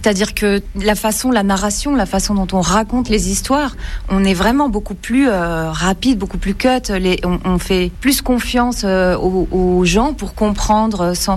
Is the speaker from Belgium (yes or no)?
yes; Belgium; En tant que Belge